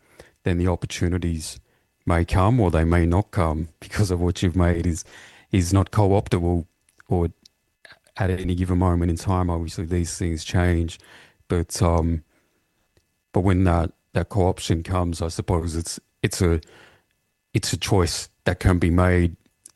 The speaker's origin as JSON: {"language": "English", "region": "Victoria", "country": "Australia", "tie": "born or raised there", "said": "myself being Yorta Yorta, born and raised on Yorta Yorta Waka, for instance, for me, that's something that's very prominent in terms of my very existence too. And it's part of why I moved back home from Ngarrim"}